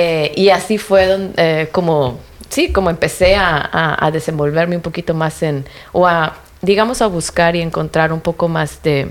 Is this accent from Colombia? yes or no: no; Mexico; moved away as an adult; now in Düsseldorf, Germany; al menos yo que soy mexicana